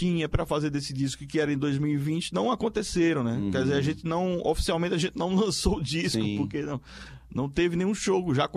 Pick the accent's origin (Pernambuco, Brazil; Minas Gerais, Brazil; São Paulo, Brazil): Pernambuco, Brazil; Recife; born there; also born or lived in Garanhuns; Eu nasci no interior, né, em Garanhuns, Agreste de Pernambuco.